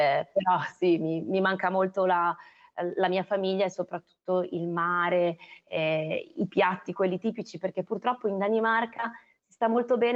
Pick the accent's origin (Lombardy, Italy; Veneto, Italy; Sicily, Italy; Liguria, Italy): Liguria, Italy; Genoa; Io peraltro sono originaria di Pra perché i miei genitori abitano a Pra, quindi no, allora